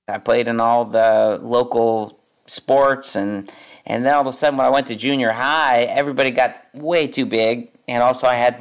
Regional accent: New Haven, Connecticut, United States; As being a little person growing up in New Haven

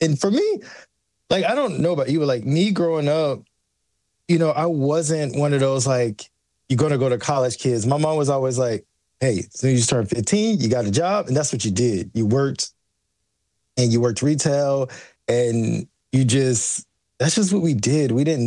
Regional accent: Georgia, United States; growing up in Georgia, like we have woods, a lot of woods everywhere.

